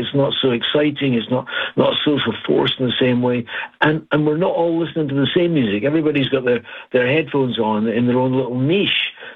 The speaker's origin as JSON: {"language": "English", "region": "Scotland", "country": "United Kingdom", "said": "Yeah, I'm a Scotsman with a rasp in my voice"}